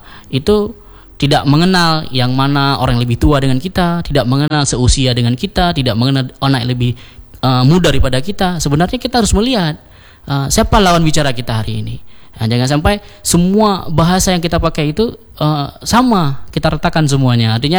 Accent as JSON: {"language": "Indonesian", "region": "Aceh", "country": "Indonesia", "lives_now": "Banda Aceh, Indonesia", "said": "culture kita orang Aceh itu"}